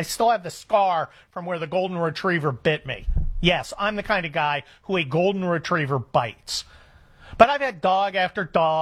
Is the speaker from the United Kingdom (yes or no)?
yes; Scotland, United Kingdom